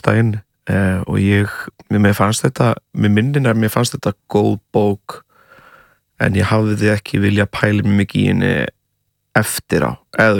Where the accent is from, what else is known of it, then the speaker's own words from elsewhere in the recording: Portugal; Ég, eins og ég hef sagt svona 300 sinnum og fólk er örglega þreytt á að hér að það náttúrulega ólst upp í Portugal.